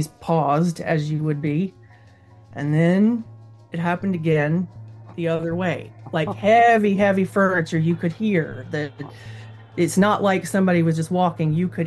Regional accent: Meridian, Mississippi, United States; this historic museum in my hometown of Meridian.

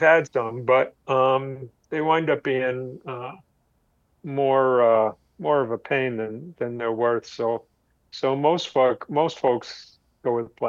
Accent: New York, United States; born or raised there

